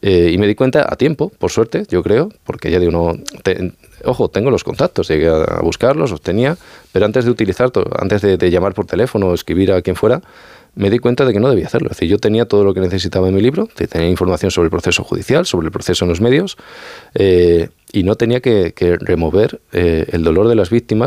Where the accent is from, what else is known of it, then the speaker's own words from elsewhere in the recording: Extremadura, Spain; Yo vengo de la Sierra de Gata